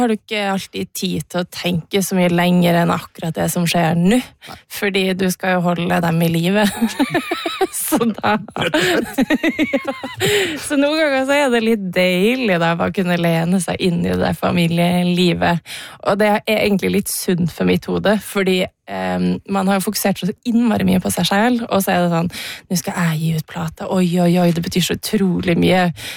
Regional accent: Northern Norway, Norway; jeg kommer fra Nord-Norge, og vi har hytta på Senja. Så troll I Senja har jo jeg vokst opp med.

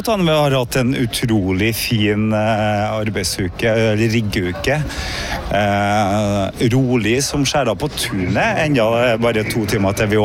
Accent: Trøndelag, Norway; accent: Trøndelag dialect; now in Harstad, Norway; Når du hører på dialekten min, så kommer jeg fra Trøndelag, og jeg var da russ I det herrens år 1989.

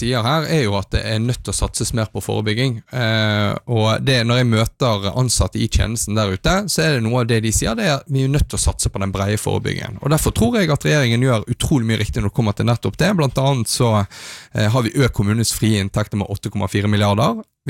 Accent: Vestland, Norway; Bare her i Hordaland, der jeg er fra, så er det 3 kommuner som samarbeider godt

